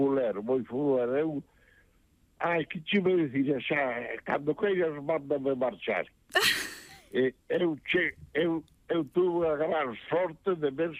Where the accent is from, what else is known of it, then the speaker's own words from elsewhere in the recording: Galicia, Spain; accent: Galician; eu son galego falante, teño, ai, é un acento bonito.